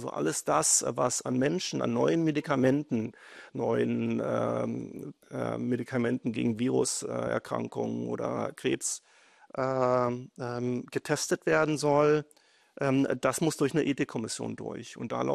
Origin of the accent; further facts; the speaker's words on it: Salzwedel, Saxony-Anhalt, Germany; Das ist meine Heimatstadt. Also ich wurde hier geboren in der Goethestraße, in das so ein rotes Backsteinhaus mit so einer eingravierten Sonne in der Front.